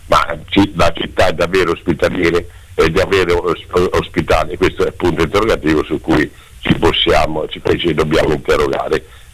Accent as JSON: {"language": "Italian", "town": "Perugia", "region": "Umbria", "country": "Italy", "said": "io Perugino per esempio, e quindi ho nel sangue il sangue di San Giuliano che uccise per gelosia"}